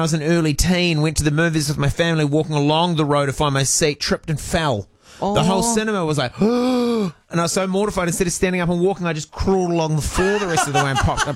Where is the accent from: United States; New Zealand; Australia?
New Zealand; Morrinsville, Waikato; Breakable nice things is not on my hometown's to have list.